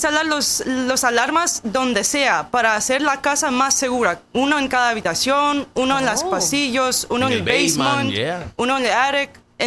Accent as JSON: {"language": "Spanish", "country": "United States", "second_language": "Spanish", "lives_now": "Allentown, United States", "said": "esta gringa sí habla español"}